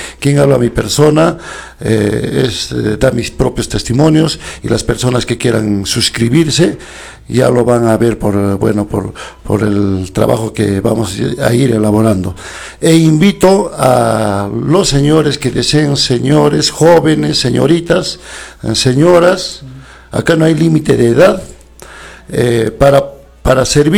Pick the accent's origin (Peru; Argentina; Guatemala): Peru; Calca, Cusco; mi pueblo de Calca, que tanto lo quiero, tanto lo amo